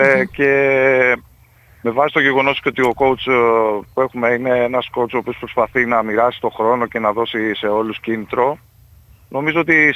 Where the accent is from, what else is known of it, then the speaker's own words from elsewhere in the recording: Greece; σαν Έλληνας προπονητής που έχει υπάρξει και πρώτος και βοηθός και στο μπάσκετ των γυναικών στην Ελλάδα.